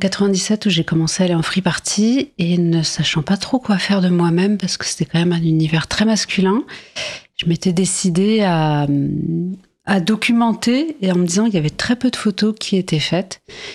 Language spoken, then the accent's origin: French; France; born there; Je suis née en France, ouais.